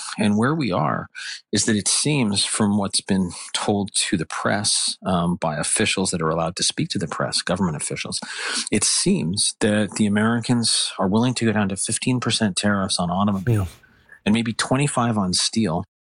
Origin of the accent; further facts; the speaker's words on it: Canada; I tend to, just not because I'm Canadian, but I tend to believe our side is the more accurate one, that progress has been made.